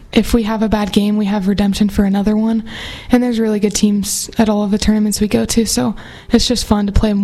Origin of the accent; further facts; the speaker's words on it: Dalhart, Texas, United States; I grew up in Dalhart.